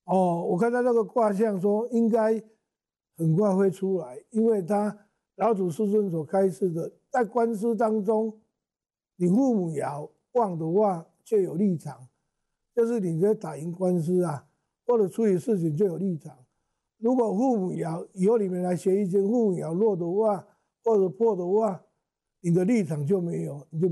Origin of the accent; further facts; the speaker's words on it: Taiwan; 我们台湾人、中国人、中国大陆那些都是农历过农历的春节